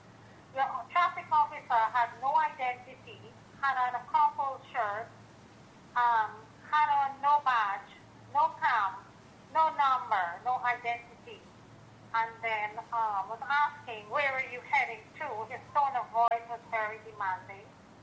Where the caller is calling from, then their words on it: Istanbul, Turkey; At the same time, I'm calling from Istanbul.